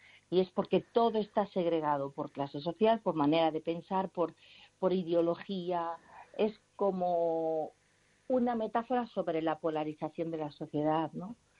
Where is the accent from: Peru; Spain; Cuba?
Spain; Galicia; Yo digo, bueno, los que somos muy gallegos, ¿no? En algunas zonas decimos, ¡uy! Mira esas nubes